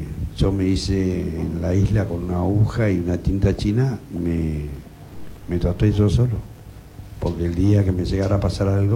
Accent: Río Gallegos, Santa Cruz, Argentina; born there; fuimos los primeros en desembarcar en la isla, y soy nacido acá en Río Gallegos.

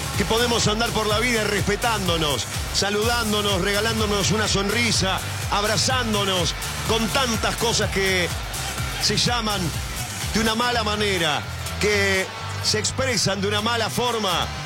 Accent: Argentina; Soy argentino, amigos, y armenio a la vez.

